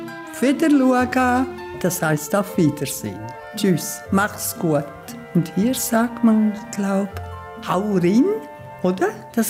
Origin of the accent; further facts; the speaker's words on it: Liechtenstein; moved away as an adult; now in Möser, Germany; Seit 11 Jahren wohne ich in Möser und eigentlich komme ich aus Liechtenstein. Guts Mörgeli heisst guten Morgen. Das Gucci, das ist bei uns das Sofa. Dann haben wir noch das Velo.